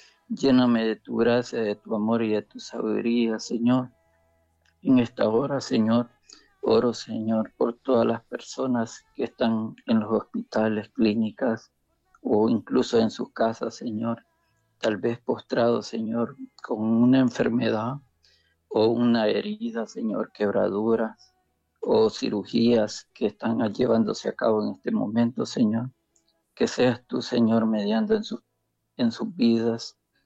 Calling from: San Pedro Sula, Cortés, Honduras; de San Pedro Sula.

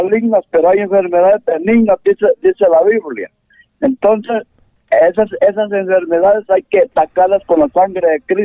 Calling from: San Luis, Santa Bárbara, Honduras

